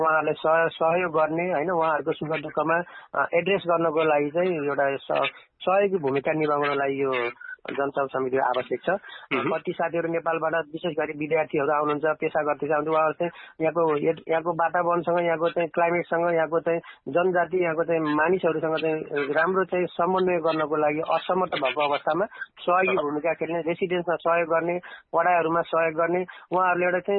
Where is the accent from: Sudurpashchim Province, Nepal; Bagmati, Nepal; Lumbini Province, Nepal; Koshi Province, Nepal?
Bagmati, Nepal; Dhading; now in Australia; पनि अस्ट्रेलियाको चाहिँ जनसमिति सभापति उम्मेद्वार हुँदै गर्दाखेरि म धादिङबाट हुँ.